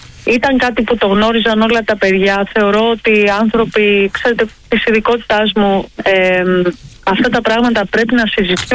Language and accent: Greek; Kalavryta, Western Greece, Greece; Εγώ από τα Καλάβρητα.